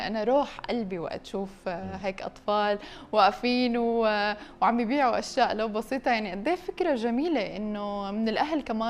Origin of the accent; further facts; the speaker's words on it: Syria; نحن كشعب سوري